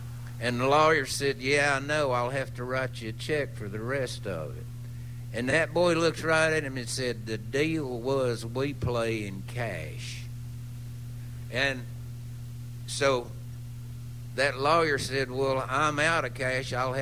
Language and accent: English; Hamblen County, Tennessee, United States; our hometown, of our home county, Hamblin County